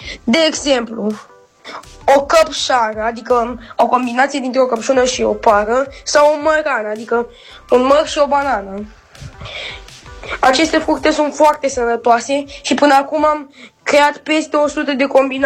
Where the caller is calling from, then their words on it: Botoșani, Botoșani County, Romania; din Botoșani.